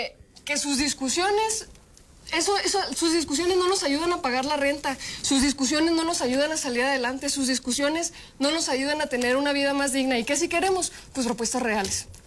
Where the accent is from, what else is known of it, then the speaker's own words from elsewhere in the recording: Mexico; son pocos los logros que como mexicanas y como mexicanos pudiéramos reconocer.